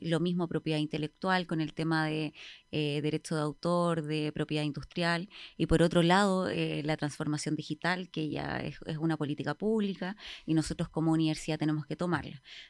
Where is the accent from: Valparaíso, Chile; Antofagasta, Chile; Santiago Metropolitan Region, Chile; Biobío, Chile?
Valparaíso, Chile; moved away as an adult; Bueno, yo soy de Valparaíso. Nacida y criada en Valparaíso y después de la pandemia yo me vine al sur. De aventura, con ese sueño nortino me vine a buscar nuevos horizontes al sur.